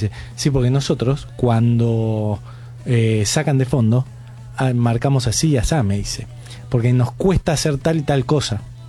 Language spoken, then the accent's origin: Spanish; Argentina; Y yo soy argentina.